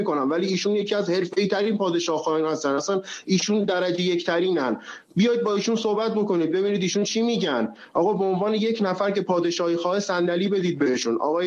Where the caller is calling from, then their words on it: Tehran, Tehran Province, Iran; از تهران هستم